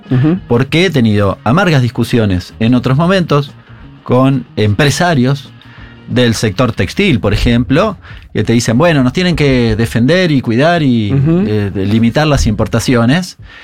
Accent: San Martín, Argentina; Yo soy de San Martín.

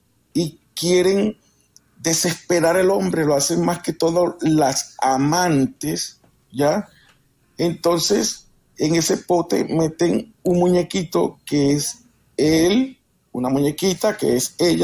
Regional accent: Colombia

